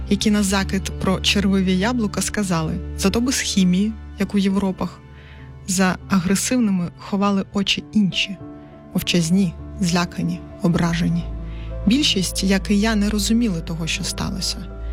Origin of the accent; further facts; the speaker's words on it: Rozdolne, Crimea, Ukraine; moved away; мій рідний Крим, місце, де я виросла, став чужим.